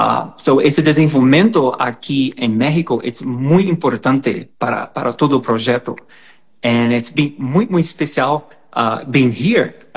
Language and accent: Spanish; Brazil; Spanish is a second language; Yo soy brasileño. Yo crecí asistiendo a telenovelas uh-huh. brasileñas, telenovelas mexicanas.